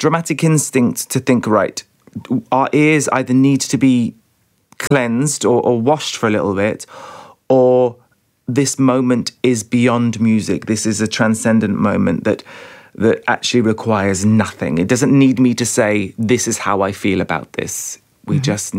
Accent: United Kingdom; I'm a British composer.

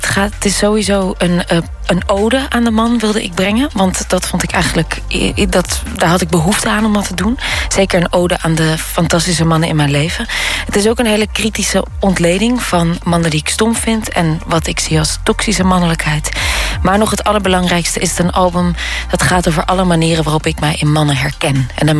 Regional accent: Netherlands; Wij zijn ook Nederlanders.

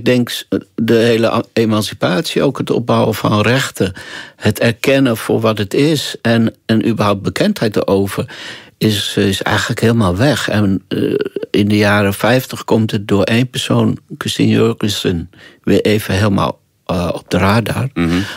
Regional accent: Netherlands; In Nederland, waar ik vandaan kom

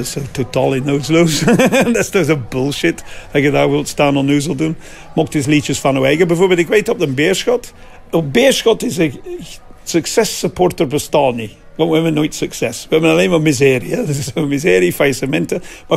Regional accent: England, United Kingdom; Dutch is a second language; Bijvoorbeeld, Engelsen zeggen, ik ben Engelsen, maar mijn familie komen uit Wales.

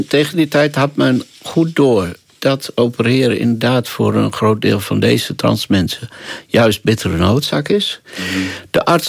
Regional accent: Netherlands; now in Belgium; In Nederland, waar ik vandaan kom, Vergeleken met VS en Engeland bijvoorbeeld en andere landen valt dat alleszins mee.

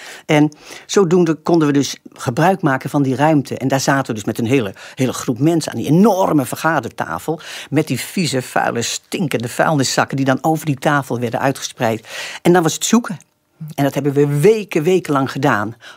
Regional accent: Netherlands; Het was ook al omdat als Nederlander voelde ik me ook wel echt verplicht, weet je, om iets te doen.

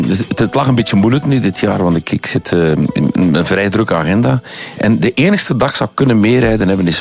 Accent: Flanders, Belgium; born there; En Greg van Avermaat is toch wel een streekgenoot van mij. Hè? Van waar ik geboren ben, bedoel ik. In de streek van Temse Hamme.

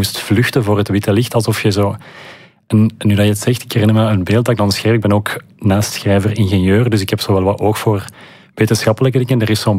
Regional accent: Leuven, Flanders, Belgium; Ik kom uit Leuven. Ik woon in Leuven. We zijn terug in de buurt van Leuven komen wonen. Ik zie die stad graag, die is heel vertrouwd voor mij

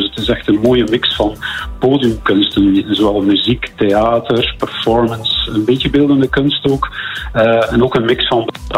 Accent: Waregem, Flanders, Belgium; now in Bruges, Belgium; Ik ben eigenlijk van Waregem afkomstig, maar dat doet er niet toe. Ik woon toch al enkele jaren in Brugge, dus ik voel me hier echt thuis.

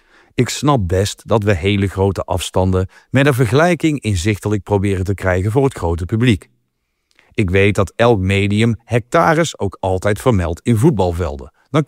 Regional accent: Belgium

